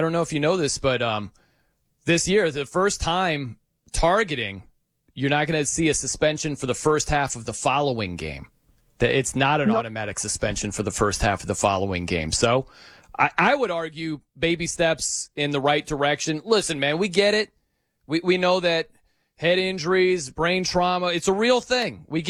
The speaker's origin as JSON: {"language": "English", "town": "South Bend", "region": "Indiana", "country": "United States", "said": "I am from South Bend, Indiana. You know, a proud American."}